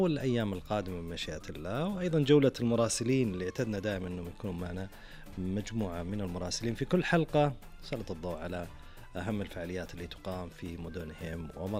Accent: Saudi Arabia; في بلادنا وفي مملكتنا الحبيبة.

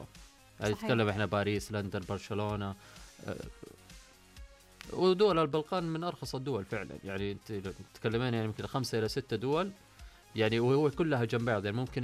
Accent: Saudi Arabia; عندنا كسعوديين أو كخليجيين

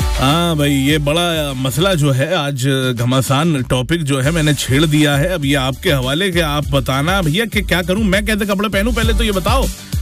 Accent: Punjab, India; हमारे यहाँ सदरी ज्यादा पहनी जाती है, हमारे यहाँ पंजाब में कोट ज्यादा पहनते हैं.

